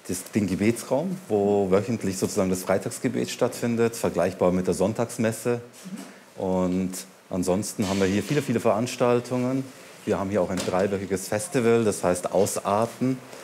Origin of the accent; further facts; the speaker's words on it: Munich, Bavaria, Germany; für mich, der sich selbstverständlich als Münchner versteht, ist es einfach ein Teil meiner Identität.